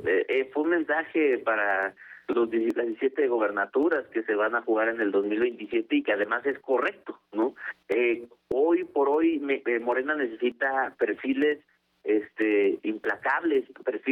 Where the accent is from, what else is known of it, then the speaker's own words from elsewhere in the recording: Mexico; la defensa de la soberanía de nuestro país.